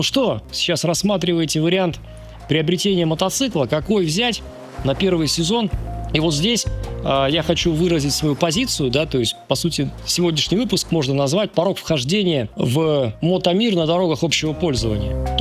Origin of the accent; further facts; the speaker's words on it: Far East, Russia; В детстве это были на Дальнем Востоке мотороллеры, которые привозились с Японии. Вот я помню, как вчера у нас с братом были Yamaha Jog, 50-кубовые, классные мотороллеры, гоняли, нам было по 13 лет.